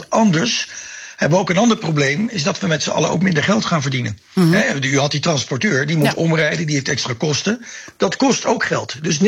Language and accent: Dutch; Netherlands; wij als Nederlanders ons allemaal moeten realiseren dat we zo niet door kunnen gaan.